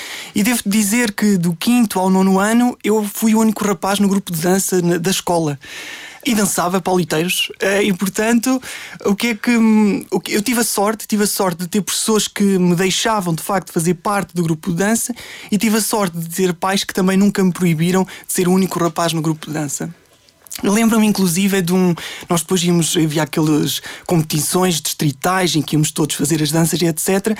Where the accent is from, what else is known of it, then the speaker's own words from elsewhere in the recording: Carrazedo de Montenegro, Norte, Portugal; Portanto, eu sou de Carrasão de Montenegro, que é, aliás, é uma vila que pertence à freguesia de Carrasão de Montenegro, concelho de Valpaços.